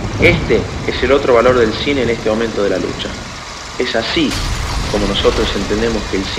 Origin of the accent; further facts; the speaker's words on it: Argentina; Soy un cineasta argentino y hago films desde 1963.